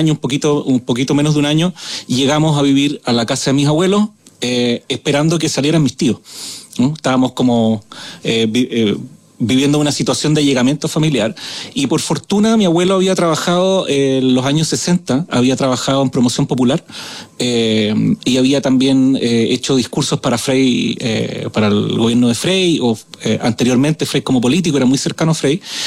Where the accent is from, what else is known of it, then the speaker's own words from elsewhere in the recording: Chile; yo nací el año 82, en plena crisis de los 80 en Chile.